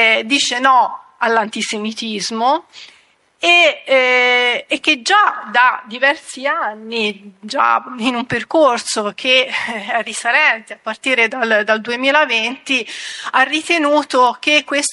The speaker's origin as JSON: {"language": "Italian", "region": "Tuscany", "country": "Italy", "said": "Io, lo sentirete dal mio accento, io sono toscana."}